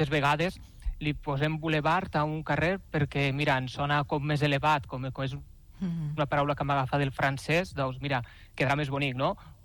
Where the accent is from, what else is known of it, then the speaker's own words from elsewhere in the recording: Valencian Community, Spain; Sí, ja m'ho enganxa que sóc valencià, la veritat que dic dos paraules i se'm nota de seguida, no?